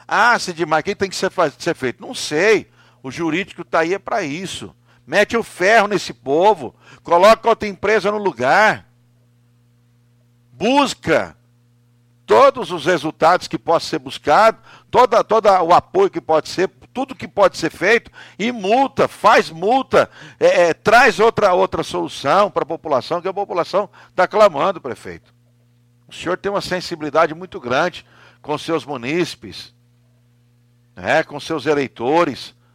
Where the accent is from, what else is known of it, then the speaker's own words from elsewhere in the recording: Barra do Garças, Mato Grosso, Brazil; eu sou da Águas de Barra do Gás, do Rio Garças, do Rio Araguaia, mas não sou da empresa, não.